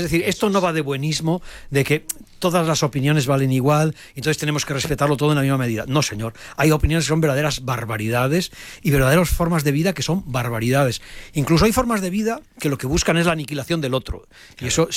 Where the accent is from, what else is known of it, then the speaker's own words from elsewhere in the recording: León, Castile and León, Spain; yo soy Cazurro de León